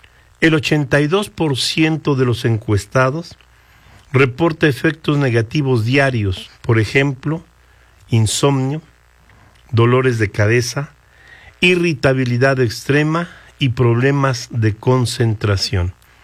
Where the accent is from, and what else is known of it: Mexico